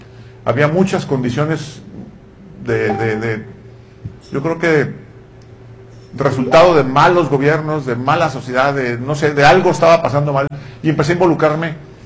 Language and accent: Spanish; Tijuana, Baja California, Mexico; also born or lived in Guadalajara; soy arquitecto, obviamente no soy de Mexicali, soy de Tijuana, pero baja californiano.